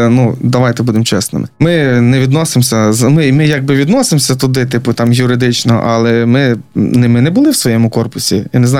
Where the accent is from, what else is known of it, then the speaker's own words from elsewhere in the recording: Volyn Oblast, Ukraine; Воно мені дуже схоже на мою рідну область Волинську.